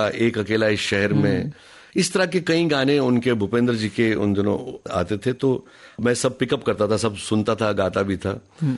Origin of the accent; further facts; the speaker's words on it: Jammu and Kashmir, India; मैं बोला कश्मीर से आया हूँ।